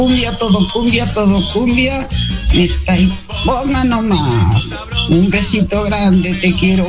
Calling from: Bolívar, Buenos Aires Province, Argentina; soy la abuelita de Bolívar

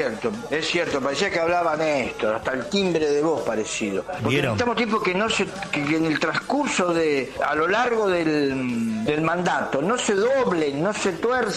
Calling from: Marcos Paz, Buenos Aires Province, Argentina; de Marcos Paz

